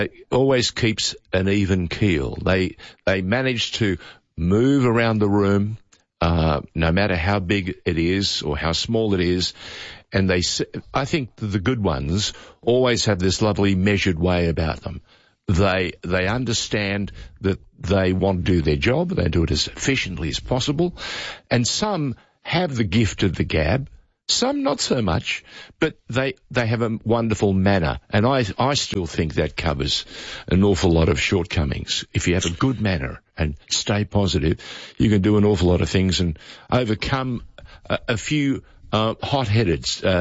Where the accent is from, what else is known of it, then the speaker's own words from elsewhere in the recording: Sydney, New South Wales, Australia; I can't get over the fact that I'm a Sydney-born boy. Grew up in Australia.